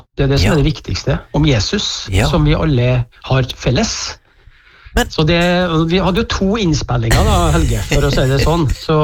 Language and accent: Norwegian; Tingvoll, Møre og Romsdal, Norway; Det jo en som født og oppvokst på Tingvoll da, ja. På Nordmøre